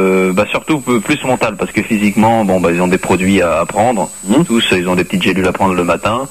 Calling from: Tours, Centre-Val de Loire, France

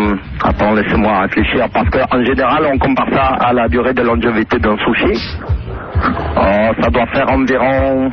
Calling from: Grenoble, Auvergne-Rhône-Alpes, France; J'appelle de Grenoble.

